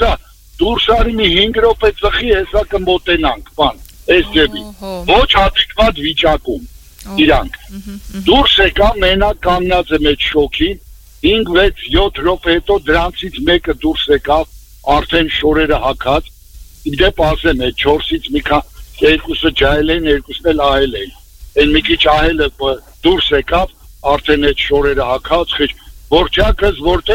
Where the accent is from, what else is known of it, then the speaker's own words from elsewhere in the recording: Yerevan, Armenia; Հիմա ես Երևանից եմ, բայց Ռաֆանից մինչև Սադախլու շինարություն եմ անում, ի՞նչ կապ ունի որտեղից։